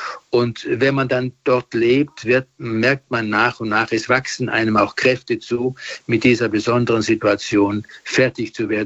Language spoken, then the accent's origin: German; Germany; now in Rome, Italy; Seit ich in Rom bin, bin ich natürlich weiterhin sehr interessiert an meiner Heimat und auch an der katholischen Kirche in Deutschland.